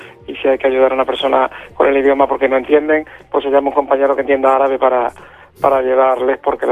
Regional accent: Almendralejo, Extremadura, Spain; born there; also born or lived in Badalona, Catalonia; now in Ceuta, Spain; yo soy extremeño. Yo realmente nací en Cataluña hace 53 años, pero a los 9 puse el huevo, como dicen, en Extremadura, y yo soy de Almendralejo. Yo de Cataluña lo que tengo es el DNI, nada más, que pone que nací en Badalona. Pero yo soy de Almendralejo de toda la vida

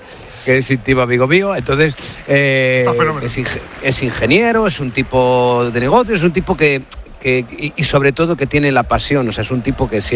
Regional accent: Puertollano, Castilla-La Mancha, Spain; es de mi pueblo, es de Puerto Llano.

